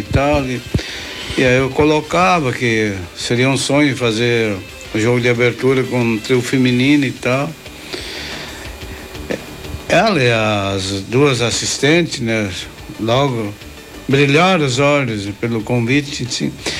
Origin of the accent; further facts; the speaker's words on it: Arroio do Meio, Rio Grande do Sul, Brazil; born there; mesmo sendo arroiomense, nascido em Arroio do Meio